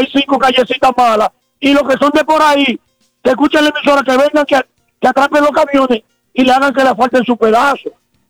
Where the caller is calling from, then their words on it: Baní, Peravia, Dominican Republic; nosotros somos de aquí de Baní, sabemos dónde están las calles buenas, dónde están las calles malas.